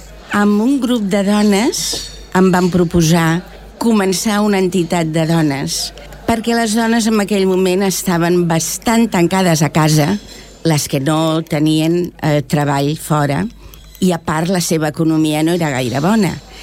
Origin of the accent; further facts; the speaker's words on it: Collblanc, Catalonia, Spain; Vull dir, tant el meu marit com jo vam néixer a Collblanc. Els nostres pares haguessin volgut que seguíssim visquent a Collblanc